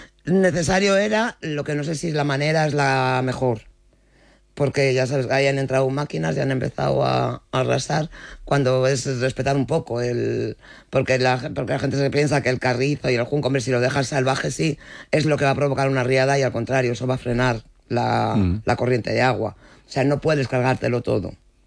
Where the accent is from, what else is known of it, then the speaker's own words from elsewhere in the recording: Castile and León, Spain; aunque somos castellanos y celebramos Villalar.